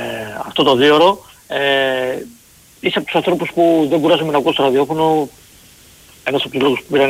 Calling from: Peristeri, Attica, Greece; από το Περιστέρι Ολυμπιακός.

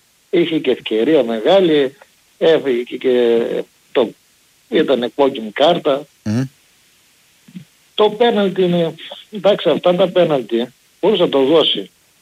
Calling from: Germany; είμαι από Γερμανία.

